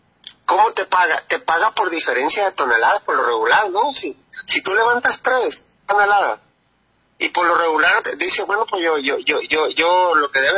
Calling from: Mexicali, Baja California, Mexico; Yo le hablo de acá, de Mexicali, Nacho. Yo he trabajado mucho tiempo ahí como técnico ahí en el Valle de Mexicali.

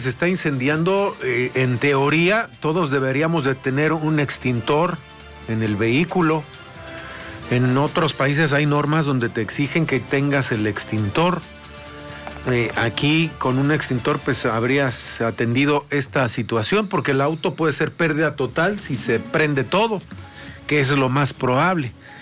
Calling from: Villahermosa, Tabasco, Mexico; also born or lived in Puebla; Les escucho desde Villahermosa, Tabasco. Soy tabasqueño, pero por allá del 97 al 2002 viví en Puebla capital.

